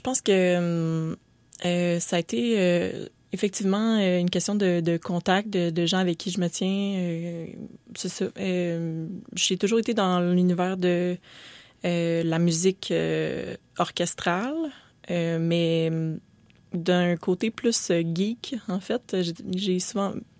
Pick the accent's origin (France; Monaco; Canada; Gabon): Canada; Saint-Jérôme, Quebec; Surtout pas dans mon patelin de région de Saint-Jérôme.